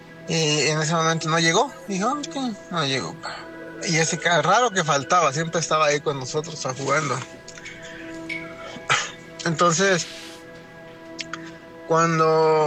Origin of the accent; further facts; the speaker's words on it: San Luis Potosí, Mexico; now in Las Vegas, United States; Yo vengo de... Soy nativo de San Luis Potosí. Mi papá tenía su terreno donde vivíamos, tenía un terreno grande.